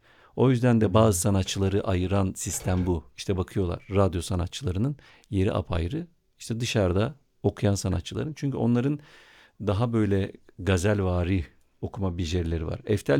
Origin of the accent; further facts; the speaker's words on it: Siirt Province, Turkey; Bir Siirtli olarak